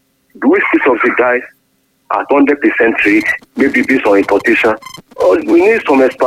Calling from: Ife, Osun, Nigeria; I'm calling from Ife.

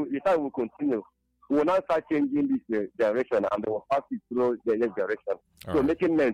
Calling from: Isoko, Delta, Nigeria; I'm calling from Isoko, Mani, and a local community.

